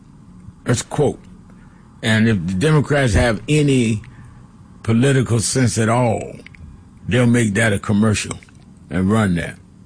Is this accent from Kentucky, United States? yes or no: yes; Kentucky, United States; And I'm a Southerner, Southern white from Kentucky.